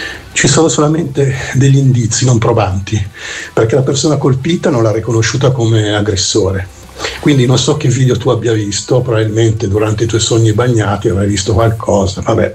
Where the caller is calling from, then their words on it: Milan, Lombardy, Italy; da Milano.